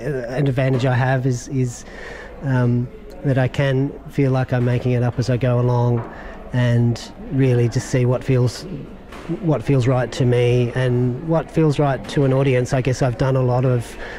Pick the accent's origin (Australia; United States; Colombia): Australia; Victoria; now in Mullumbimby, Australia; I grew up on the Great Ocean Road in Melbourne